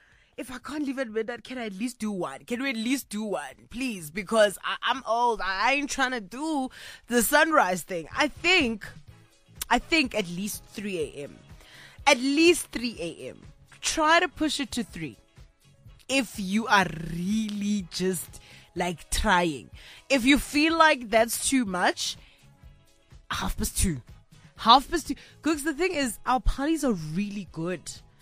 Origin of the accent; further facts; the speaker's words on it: Kimberley, Northern Cape, South Africa; in my hometown of Kimberley